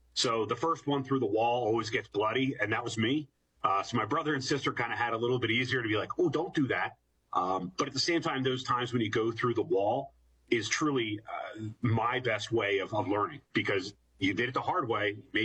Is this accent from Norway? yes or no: no; Media, Pennsylvania, United States; So I am from Delco, land in media